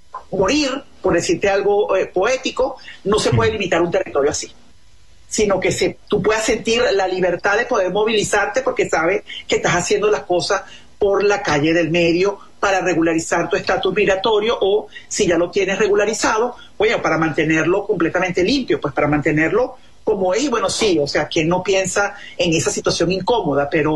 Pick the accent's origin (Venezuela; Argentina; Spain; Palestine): Venezuela; moved away as an adult; now in United States; hablo mucho de la experiencia como venezolana, ¿no? Más allá de la migrante que está en los Estados Unidos, es como venezolana